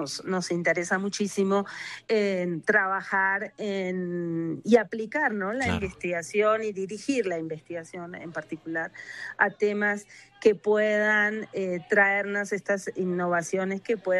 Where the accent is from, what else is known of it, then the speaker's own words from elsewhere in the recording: Argentina; accent: Argentine; moved away as an adult; now in Colombia; Soy argentina, pero hace 20 años que trabajo aquí en la Universidad Antonio Nariño, aquí en Colombia.